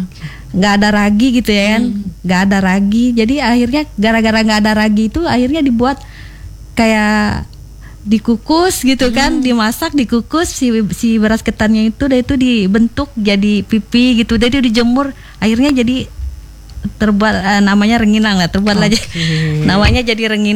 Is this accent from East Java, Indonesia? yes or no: no; West Java, Indonesia; Iya, memang saya dari Jawa Barat, Sunda ya kan. Iya, orang mama sama nenek kan memang orang Sunda dia kan.